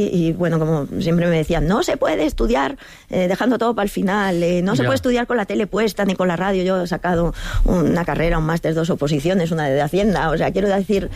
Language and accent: Spanish; San Sebastián, Basque Country, Spain; Del que acaba de ganar la Copa del Rey, porque soy de Donostiarra